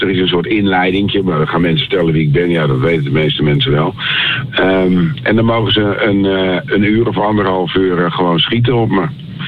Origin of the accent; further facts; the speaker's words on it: Hoornaar, South Holland, Netherlands; moved away; Ik heb een groot deel van mijn jeugd doorgebracht in Hoornaar.